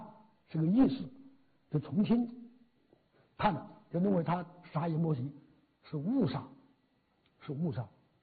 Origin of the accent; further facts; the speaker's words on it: China; 我们中国人